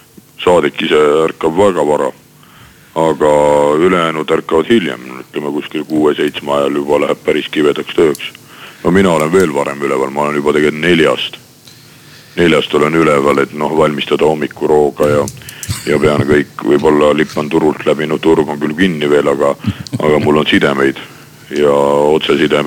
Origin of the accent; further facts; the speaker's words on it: Viljandi, Viljandi County, Estonia; now in Tallinn, Estonia; Ma tulin Viljandist, tulin pealinna ja ei olnud mingit tööd